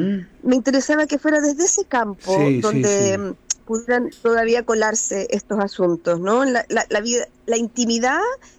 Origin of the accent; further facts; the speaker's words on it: Chile; Yo y mi hermana somos las únicas chilenas.